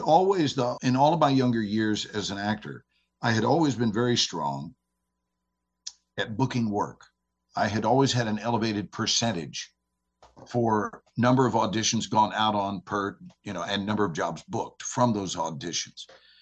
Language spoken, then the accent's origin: English; Texas, United States; You know, I'm from Texas, so this is what so many people say.